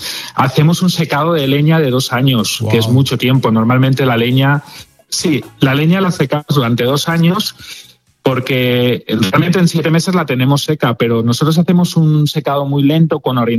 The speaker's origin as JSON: {"language": "Spanish", "region": "Valencian Community", "country": "Spain"}